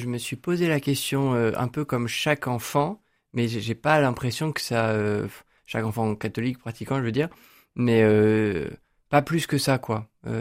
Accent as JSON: {"language": "French", "town": "Rennes", "region": "Brittany", "country": "France", "tie": "born or raised there", "said": "j'ai 29 ans et j'ai grandi à Rennes. J'ai passé tout mon collège lycée à Rennes"}